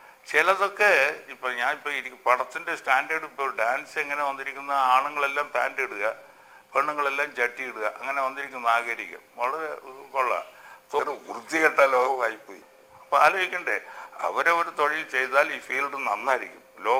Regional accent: Kerala, India; ഞാനൊരു മലയാളി എന്നുള്ള നിലയിൽ പറയുകയാണ്

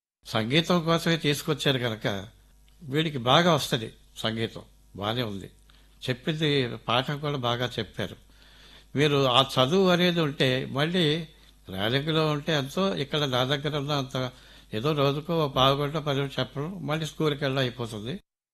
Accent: Relangi, Andhra Pradesh, India; మాది పశ్చిమ గోదావరి జిల్లా రేలంగనే ఊరండి, గ్రామం, చిన్న గ్రామం.

